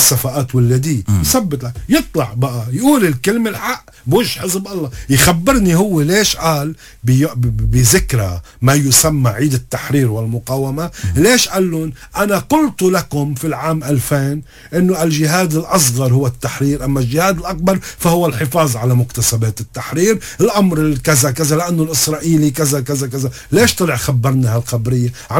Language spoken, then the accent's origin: Arabic; Lebanon; نحن كلبنانيين مؤيدين هيك بتحفظ او ببروده او من دون عقيده